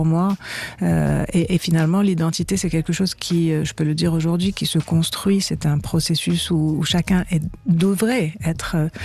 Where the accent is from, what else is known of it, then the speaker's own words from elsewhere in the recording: Morocco; je suis marocaine